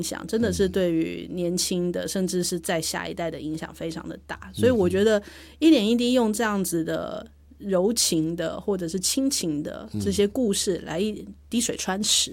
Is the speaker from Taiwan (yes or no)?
yes; Taiwan; 你是中国人，我是台湾人，